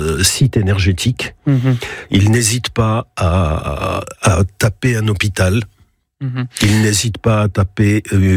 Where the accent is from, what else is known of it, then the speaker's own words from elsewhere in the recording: France; born there; Alors, moi, j'y suis né en France. C'est mes parents qui ont rejoint la France en 1945, 6, 7, je ne sais pas exactement quelle année. Ils se sont mariés ici, je suis né en France. Mm-hmm. Donc, je suis français de France.